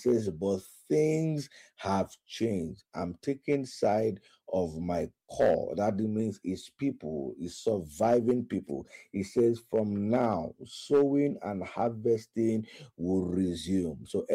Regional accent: Osogbo, Osun, Nigeria; now in Abuja, Nigeria; Ray Power 95.1 in Oshobo, that's my hometown.

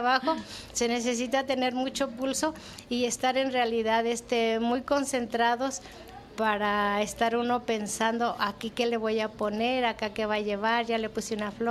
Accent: Michoacán, Mexico; Yo vengo representando la comunidad de Surumútaro, municipio de Pátzcuaro.

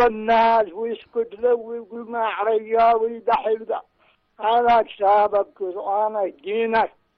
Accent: Sanaa, Amanat Al Asimah, Yemen; من صنعاء من حولنا.

